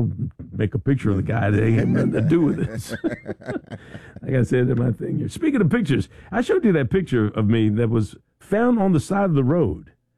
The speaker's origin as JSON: {"language": "English", "town": "Philadelphia", "region": "Pennsylvania", "country": "United States", "said": "I am from Philadelphia, so what team would that be?"}